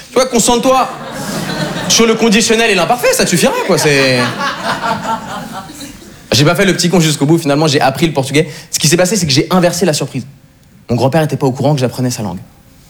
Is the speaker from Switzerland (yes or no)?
yes; Switzerland; born or raised there